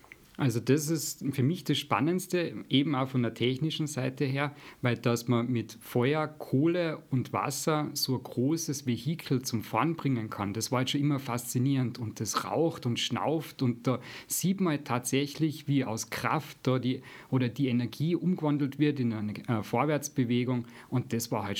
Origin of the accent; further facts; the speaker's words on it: Mittersill, Salzburg, Austria; moved away as an adult; now in Graz, Austria; Also ich bin eigentlich gebürtiger Pinzgauer. Ich bin in Mittersil geboren, 1990, bin auch dort aufgewachsen. Seit meinem 18. Lebensjahr bin ich mittlerweile in Graz, deswegen ist mein Dialekt nicht mehr so vorhanden, wie er mal früher da war.